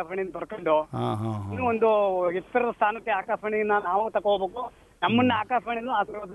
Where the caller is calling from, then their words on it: Karnataka, India; ನಾನು ನಂಜೂರಿಂದ